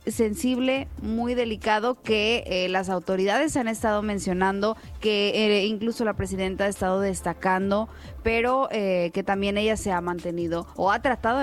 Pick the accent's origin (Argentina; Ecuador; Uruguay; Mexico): Mexico